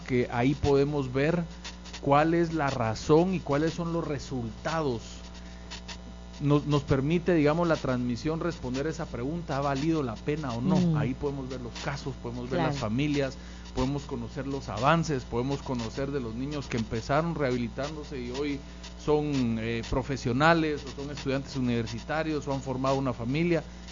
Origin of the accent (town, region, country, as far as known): Guatemala